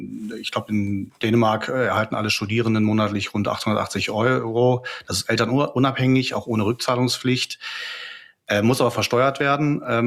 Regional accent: North Rhine-Westphalia, Germany; wenn für ganz Ostwestfalen-Lippe, meine Heimatregion, jedes Jahr da über 500.000 Papierseiten ausgedruckt werden müssen

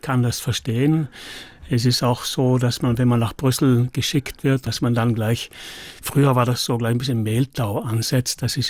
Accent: Merano, Trentino-Alto Adige, Italy; Die Polizeistation, wo ich am Ende war, das war in meiner Heimatstadt in Meran.

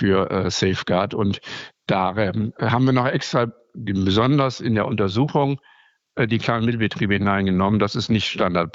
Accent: Northern Germany, Germany; Nein, also da bin ich als Norddeutscher, wie Sie eben schon einleitend schon gesagt haben, sturmerprobt.

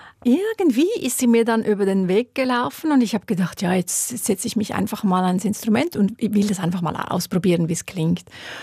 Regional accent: Wollerau, Schwyz, Switzerland; ich bin in Wollerau aufgewachsen

